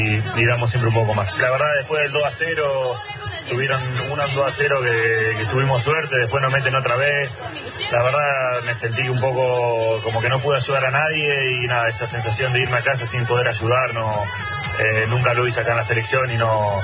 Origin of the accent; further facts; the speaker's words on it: Argentina; queremos que ser representados como lo que somos, como todo argentino